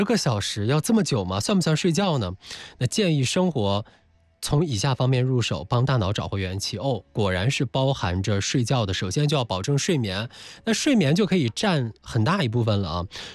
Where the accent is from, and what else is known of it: China